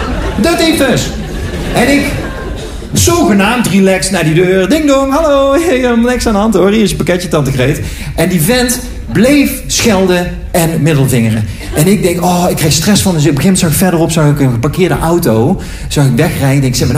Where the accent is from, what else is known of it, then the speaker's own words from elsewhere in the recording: Eindhoven, North Brabant, Netherlands; now in Amsterdam, Netherlands; ik ben opgegroeid in Eindhoven. Daar heb je ruimte zat.